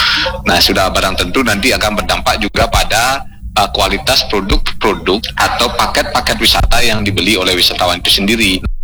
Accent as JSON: {"language": "Indonesian", "region": "Bali", "country": "Indonesia"}